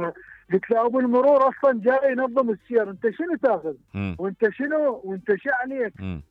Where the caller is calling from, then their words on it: Baghdad, Baghdad Governorate, Iraq; من بغداد.